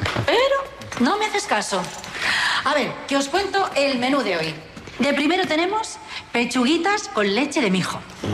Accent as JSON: {"language": "Spanish", "region": "Catalonia", "country": "Spain", "said": "Porque venimos dels pastissos catalans, que jo le digo, ¿no?"}